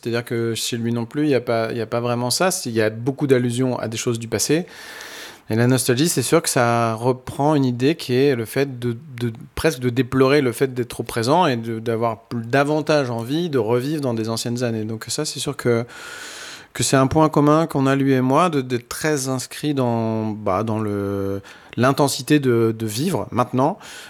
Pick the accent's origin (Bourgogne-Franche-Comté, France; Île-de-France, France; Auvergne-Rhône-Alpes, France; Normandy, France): Normandy, France; comme moi, je suis normand, je suis un peu ignifugé, par exemple, contre... les ambiances de pluie.